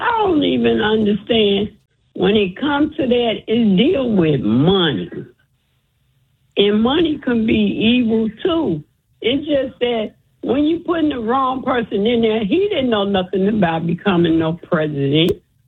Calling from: Chicago, Illinois, United States; I'm from Chicago.

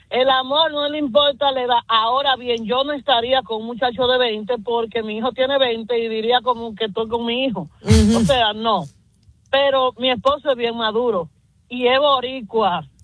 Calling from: Dominican Republic; Le puedo decir, yo soy dominicana.

